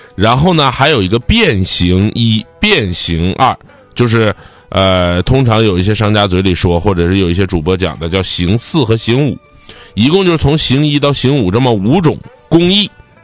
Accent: Northeast China, China; 我们东北都叫扫色

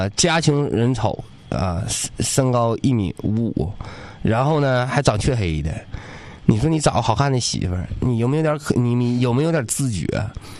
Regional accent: Northeast China, China; 但是我们东北人都知道呲儿的是什么意思

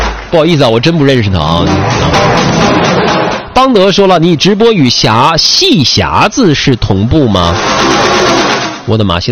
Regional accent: Jilin, China; 咱们东北的朋友，咱们东北人，在吉林人

